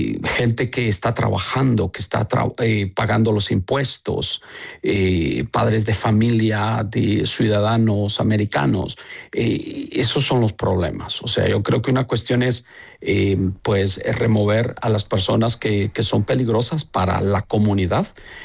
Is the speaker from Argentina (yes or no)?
no; El Salvador; also born or lived in Washington / Maryland; now in United States; Cuando salí de El Salvador, traía una mochila quizás pues con una mudada, pero esa mochila venía llena de sueños, llena de esperanza, llena de proyectos.